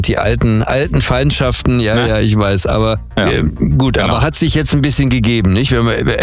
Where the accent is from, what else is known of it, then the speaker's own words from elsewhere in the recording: Dortmund, North Rhine-Westphalia, Germany; born there; Ich bin in Dortmund geboren, da weiß ich auch, wo Oberhausen ist.